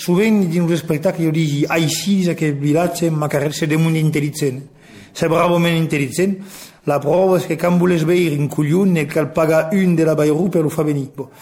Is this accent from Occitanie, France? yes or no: yes; Decazeville, Occitanie, France; born there; moved away as an adult; now in Toulouse, France; je suis né dans l'Aveyron, à De Cazeville. De père donc aveyronnais et d'une mère béarnaise